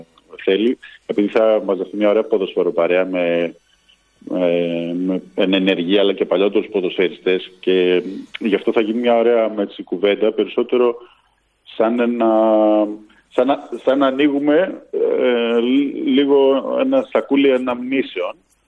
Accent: Kavala, Eastern Macedonia and Thrace, Greece; η φράση που μου έχει μείνει στο παιχνίδι Καβάλα Δεσαϊκός, γιατί είμαι από την Καβάλα, θυμάμαι το σκορ

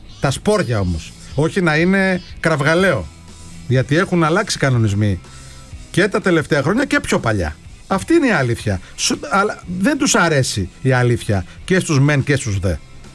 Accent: Chios, North Aegean, Greece

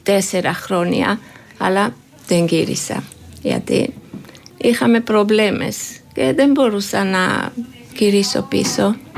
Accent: Tianeti, Mtskheta-Mtianeti, Georgia; Greek is a second language; moved away as an adult; now in Greece; Είμαι από την Γεωργία. Στη Γεωργία υπάρχει ένα μικρό πόλι, Τιανέτι. Εγώ από εκεί είμαι.

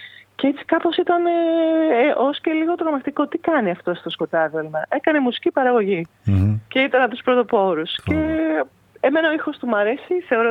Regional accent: Athens, Attica, Greece; born there; Εγώ που γεννήθηκα στην Αθήνα και μένω στην Αθήνα.

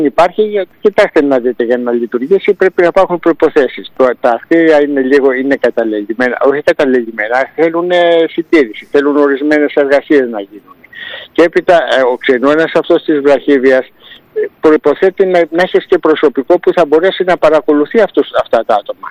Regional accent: Kypseli, Greece; born there; αυτό το συγκεκριμένο το παιδί ήταν και από το χωριό μου.

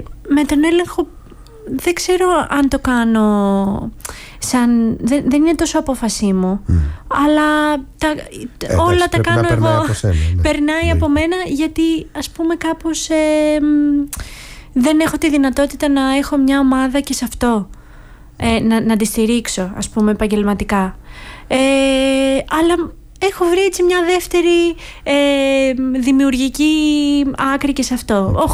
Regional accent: Ano Kastritsi, West Greece, Greece; στο Άνω Καστρίτσι, το χωριό μου.

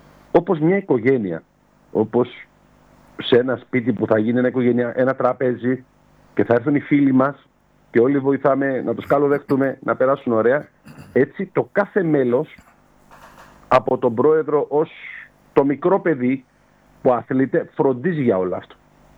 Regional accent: Rhodes, South Aegean, Greece; εμείς έτσι είμαστε, οι Ροδίδες είμαστε φιλόξενοι.

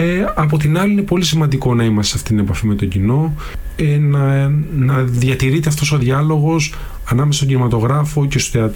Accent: Greece; ως Έλληνες

